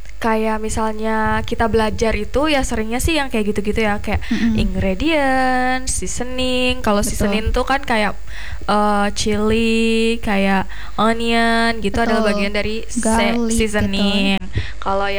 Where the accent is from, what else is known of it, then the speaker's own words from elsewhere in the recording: Padang, West Sumatra, Indonesia; Karena itu udah disesuaikan sama selera kita orang Padang.